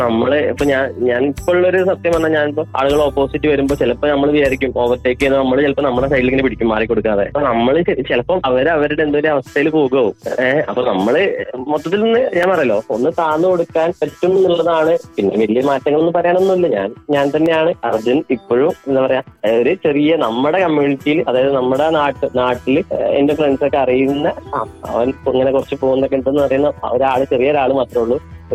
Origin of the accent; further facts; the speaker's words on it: Kerala, India; ഞാൻ കേരളത്തിൽ നിന്നാണ് വരുന്നത്